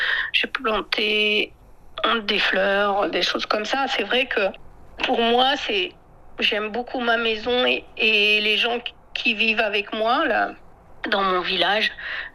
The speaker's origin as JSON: {"language": "French", "country": "France", "said": "Pourtant, je ne suis pas du tout américaine, je suis française, mais bon, pour eux, ça veut dire étranger, quoi."}